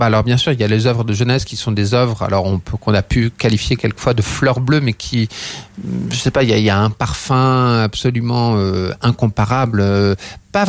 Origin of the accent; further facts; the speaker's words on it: France; en tant que Français